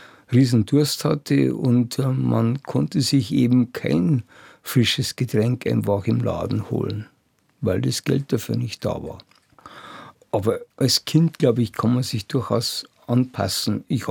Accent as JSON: {"language": "German", "region": "Bavaria", "country": "Germany", "said": "dass ich dann also in München hier so als Niederbayer mehr oder weniger rückständig eingruppiert wurde."}